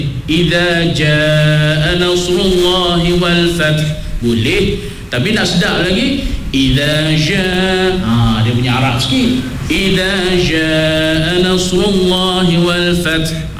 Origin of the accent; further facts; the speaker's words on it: Kedah, Malaysia; Ha, saya orang Kedah juga, orang utara juga, orang Pilang juga.